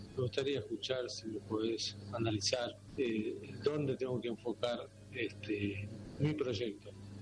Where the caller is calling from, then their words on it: Quilmes, Buenos Aires Province, Argentina; Tengo 59 años … de Quilmes.